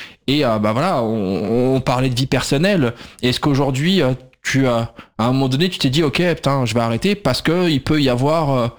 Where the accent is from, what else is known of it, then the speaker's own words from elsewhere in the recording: France; Est-ce que c'était un truc que nous, en tant que Français, par rapport à l'histoire qu'on a avec les colonies